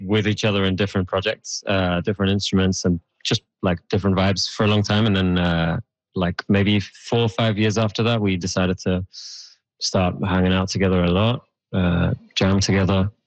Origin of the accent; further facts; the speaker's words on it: Switzerland; moved away as an adult; now in England; I'm born and raised in Switzerland. I'm half German, but moved to England in 17 and studied there